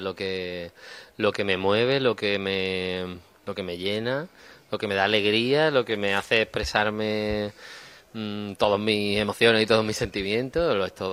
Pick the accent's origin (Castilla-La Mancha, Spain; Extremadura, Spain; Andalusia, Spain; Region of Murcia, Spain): Andalusia, Spain; Málaga; me inspira Málaga, los malagueños y mi tierra me inspira